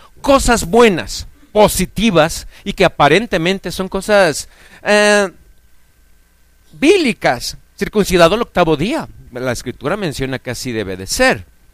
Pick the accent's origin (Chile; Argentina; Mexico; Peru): Mexico; nosotros, que somos verdaderos mexicanos. Y aunque somos verdaderos mexicanos